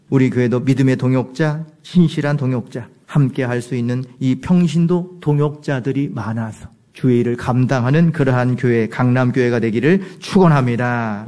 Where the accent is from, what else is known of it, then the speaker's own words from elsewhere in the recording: South Korea; 저는 순수한 토종 한국인인데